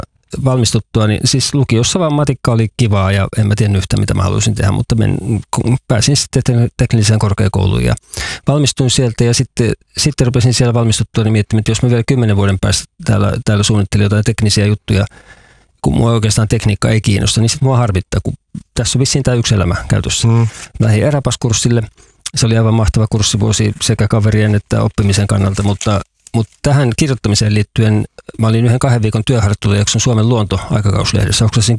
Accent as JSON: {"language": "Finnish", "town": "Vantaa", "region": "Uusimaa", "country": "Finland", "tie": "born or raised there", "lives_now": "Kainuu, Finland", "said": "mä oon siis Vantaalta kotoisin, vaikka asun nykyään Kainuussa"}